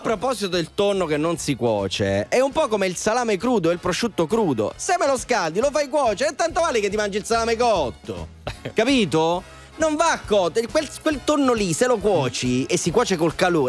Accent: San Nicola la Strada, Campania, Italy; moved away; io ci tornerò un giorno al mio paese, San Nicola la Strada, in provincia di Caserta, dove sono cresciuto.

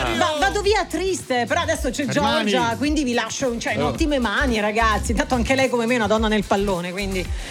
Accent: Isernia, Molise, Italy; io sono di Isernia, intanto si dice Song Resernia

